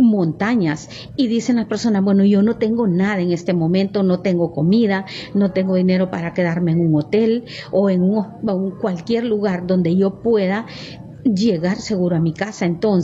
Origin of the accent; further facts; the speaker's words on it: Honduras; cualquier hondureño que mira todas estas noticias dice, bueno, ¿realmente me garantizan estabilidad en mi país? Ese es un reto para el gobierno, cómo hacer atractivo el país para que nuestros compatriotas vengan, inviertan y se queden.